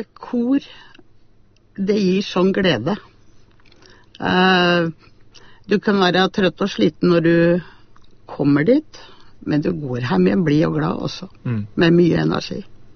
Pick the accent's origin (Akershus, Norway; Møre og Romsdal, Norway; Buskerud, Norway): Buskerud, Norway; Sigdal; jeg er opprinnelig fra Sigdal.